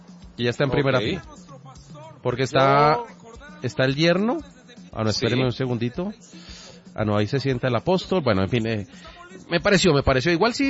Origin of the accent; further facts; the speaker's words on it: Panama; Yo soy panameño, sí, claro que sí.